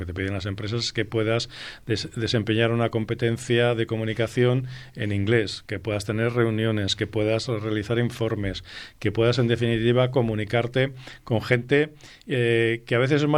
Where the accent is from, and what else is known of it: Spain